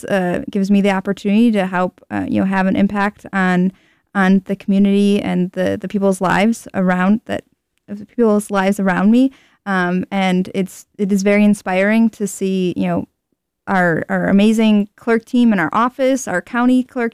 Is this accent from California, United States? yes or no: no; Wisconsin, United States; Yeah, and I grew up in North Central Wisconsin, and my family was heavily involved in our local community and various organizations.